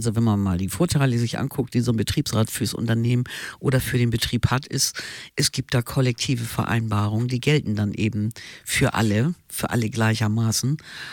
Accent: Hamburg, Germany; born there

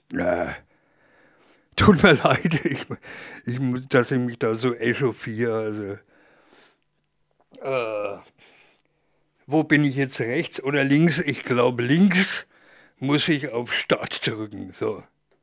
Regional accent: Bavaria, Germany; ich als Franke

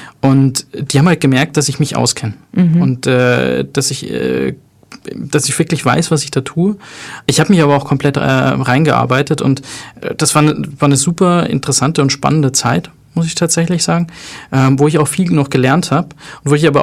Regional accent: Tunisia; Habe ich ja gesagt, meine Mutter kommt aus Tunesien. Ich bin Tunesier.

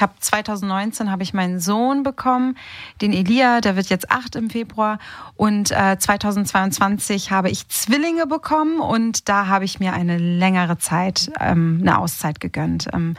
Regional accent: Hamburg, Germany; Hamburger Mädchen mit italienischen Wurzeln. Meine Eltern sind Italiener. Genau, ich bin aber geboren und aufgewachsen in Hamburg.

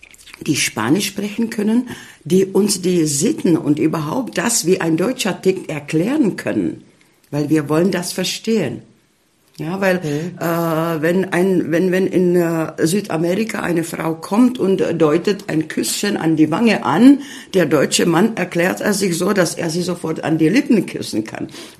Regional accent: Ústí nad Labem Region, Czechia; also born or lived in Spain; now in Görlitz, Germany; Also ich fange damit an, ich komme zwar aus Tschechien, aber sozusagen ich bin eine gebürtige Oberlausitzerin, weil ich an der Quelle von Mandau geboren zur Welt gekommen bin.

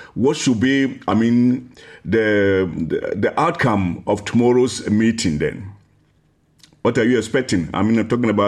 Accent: Ghana; I'm also a Ghanaian.

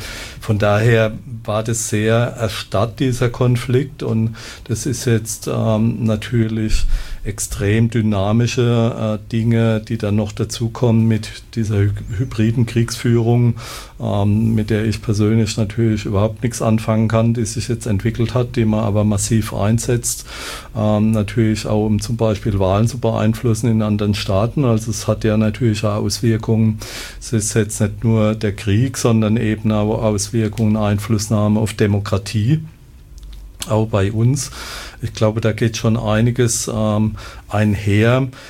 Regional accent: Germany; Also ich bin ja groß geworden in der Friedensbewegung der BRD der 70er, 80er Jahre.

